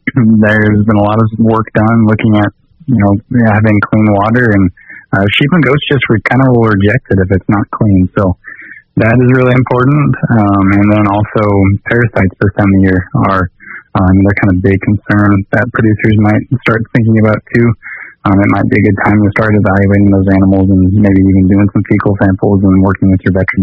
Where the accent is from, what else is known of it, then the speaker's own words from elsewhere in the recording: Missouri, United States; now in South Dakota, United States; So I am originally from Missouri, and I grew up on a small family farm there.